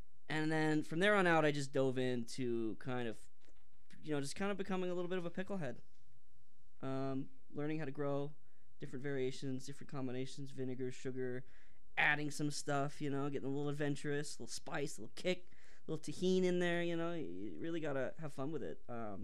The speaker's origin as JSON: {"language": "English", "town": "Buckfield", "region": "Maine", "country": "United States", "tie": "born or raised there", "said": "I grew up in the East Coast, in Maine, in this town called Buckfield, Maine. And the soil up there is notoriously, it's like permafrost, right? There's not much growing up there. It's pretty tricky to grow crops."}